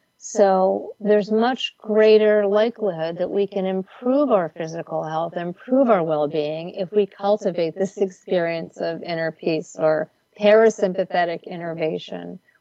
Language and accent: English; New York, United States; I'm a New Yorker